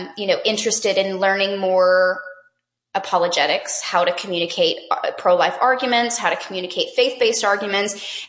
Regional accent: Texas, United States; now in Alabama, United States; Yes, I was born and raised in Texas. I'm now in Alabama.

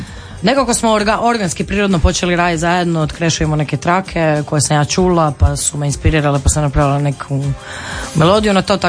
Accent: Markuševec, City of Zagreb, Croatia; Ne, ja sam tu gore iz Markuševca

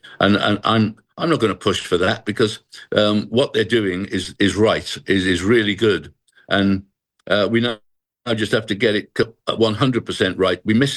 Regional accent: Wrexham, Wales, United Kingdom; Well, we're a spillover from Birmingham, Manchester, Liverpool, probably closer to Liverpool than anybody. We had an ancient city just up the road in Chester.

